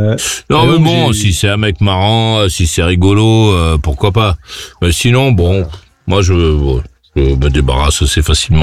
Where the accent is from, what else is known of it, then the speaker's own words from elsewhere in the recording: Coutances, Normandy, France; moi, je sais pas, je suis de Normandie.